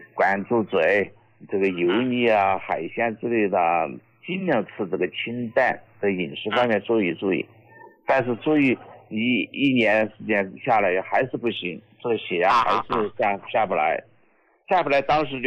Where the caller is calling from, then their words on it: Chengdu, Sichuan, China; 我来自四川成都金堂县的，也是一个农民。